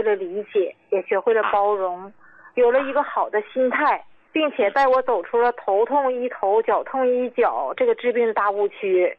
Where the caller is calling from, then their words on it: Qiqihar, Heilongjiang, China; 你好，你好。我是来自黑龙江齐齐哈尔的。